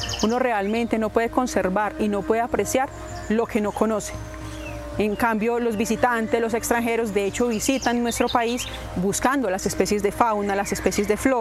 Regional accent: Colombia; Nosotros como colombianos

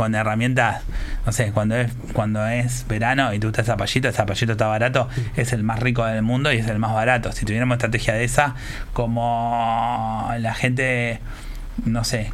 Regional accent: Uruguay

